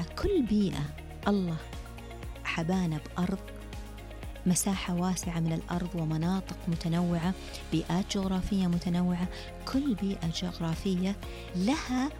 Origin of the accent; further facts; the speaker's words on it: Saudi Arabia; من أين أنت، من أي بلد أنت؟ أقول لهم أنا سعودي، أنا سعودية.